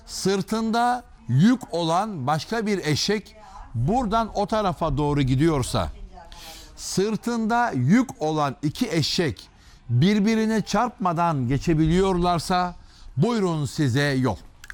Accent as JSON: {"language": "Turkish", "region": "Istanbul", "country": "Turkey", "tie": "born or raised there", "said": "Ben Cerrahpaşa'da dünyaya geldim. 74 doğumluyum. Bu bölge, işte burası ya da orası fark etmez. Tam anlamıyla eski İstanbul, Atika-i Şehir denilen bölgenin tam içidir. Ben Cerrahpaşalıyım. Tam olarak böyle bir yolda, sokakta büyüdüm. Sokaklarda yatarak büyüdük."}